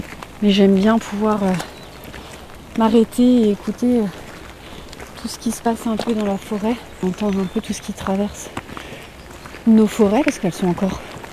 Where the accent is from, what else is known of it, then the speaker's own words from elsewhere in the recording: Saint-Dié-des-Vosges, Grand Est, France; now in Golbey, France; Moi, je suis native de Saint-Dié-des-Vosges. J'ai beaucoup tourné dans le Grand Est parce que ma maman était souvent mutée pour son travail. Et là, en ce moment, j'habite à Golbey.